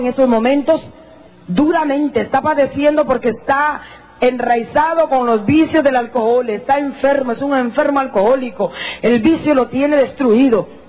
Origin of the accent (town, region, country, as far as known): Jutiapa, Guatemala